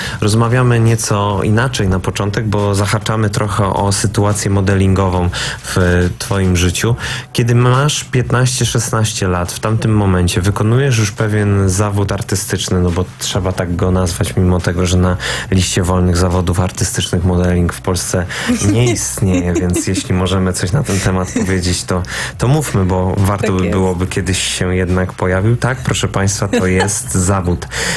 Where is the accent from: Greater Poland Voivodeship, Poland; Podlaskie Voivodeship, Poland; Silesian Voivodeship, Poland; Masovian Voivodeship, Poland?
Greater Poland Voivodeship, Poland; Poznań; ja robiłem pokaz charytatywny w Poznaniu, z którego pochodzę